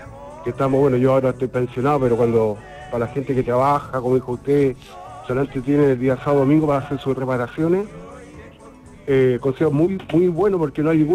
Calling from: Quillota, Valparaíso, Chile; De acá, del Cerro Mayaca.

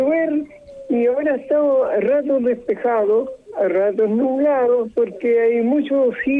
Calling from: Coquimbo, Chile; Puerto de Coquimbo.

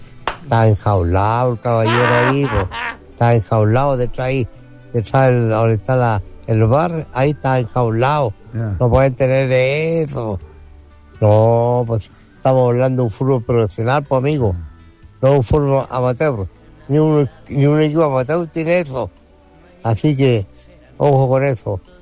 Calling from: Quillota, Valparaíso, Chile; yo soy de Quillota, soy un hincha quillotano.

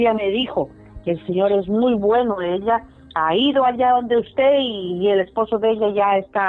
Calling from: Rancagua, O'Higgins, Chile; yo vivo en Rancagua. Y de Rancagua yo me vine a visitar una amiga.

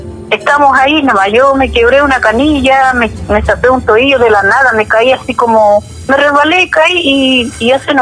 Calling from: Villarrica, Araucanía, Chile; Desde acá de Villarrica, de los volcanes

